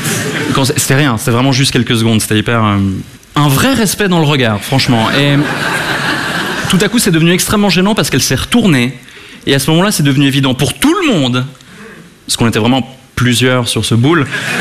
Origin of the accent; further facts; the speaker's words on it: Switzerland; Ça surprend les Parisiens parfois quand j'explique que je suis suisse